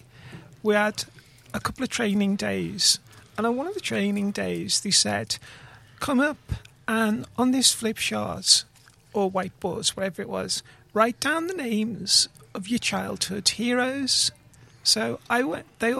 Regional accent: Liverpool, North West England, United Kingdom; I'm from Belmont Road.

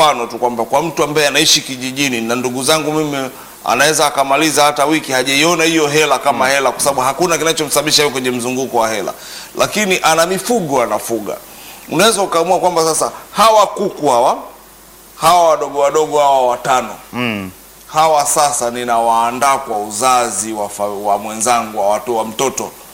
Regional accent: Sukumaland, Tanzania; kwa namna ya watoto kula na kuishi kwetu Sukumani

